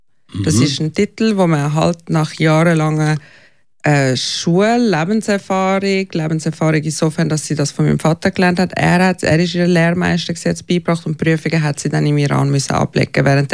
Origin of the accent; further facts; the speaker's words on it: Switzerland; Und es war schon eine ständige Angst gewesen, aber mehr als Schweizer, wo man Angst hat, dass man nichts Falsches macht, damit einem ja nichts passiert mehr.